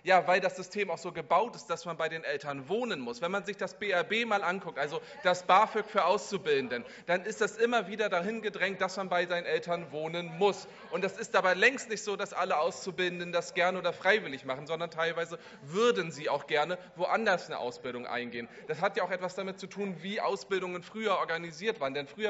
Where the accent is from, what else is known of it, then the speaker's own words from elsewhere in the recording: Kiel, Schleswig-Holstein, Germany; ich komme aus Kiel-Nord